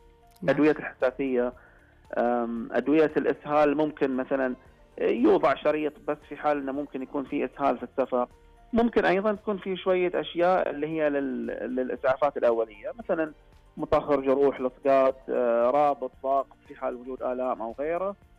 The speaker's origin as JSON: {"language": "Arabic", "country": "Saudi Arabia", "said": "عندنا في السعودية"}